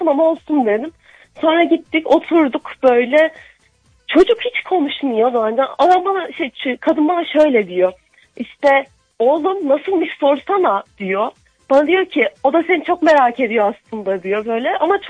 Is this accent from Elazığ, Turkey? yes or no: no; Amasya, Turkey; ben Amasyalıyım